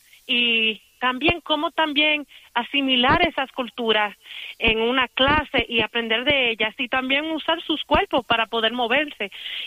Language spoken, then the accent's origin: Spanish; Santiago de los Caballeros, Santiago, Dominican Republic; Sí, me crié en Santiago, en la República Dominicana, y para mí Santiago es muy significativo porque recuerda mucho de mi infancia